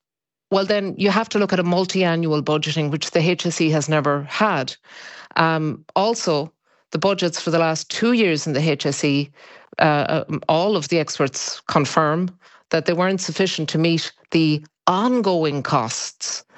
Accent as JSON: {"language": "English", "country": "Ireland", "said": "all of us as Irish citizens and Irish people living in Ireland"}